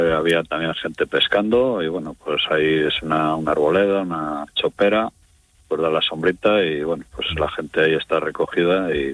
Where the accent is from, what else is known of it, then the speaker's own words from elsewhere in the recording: Venta de Baños, Castile and León, Spain; born there; Yo, mira, soy nacido aquí en Venta de Baños, sí.